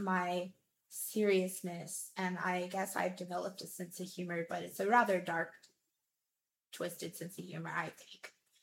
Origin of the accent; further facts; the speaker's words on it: Deep South, United States; now in West Coast, United States; Like, we're here on the West Coast right now. I am from the Deep South.